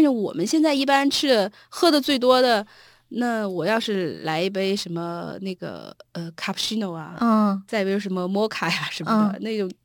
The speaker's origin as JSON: {"language": "Chinese", "country": "China", "said": "像我们中国人最爱吃的猪肉"}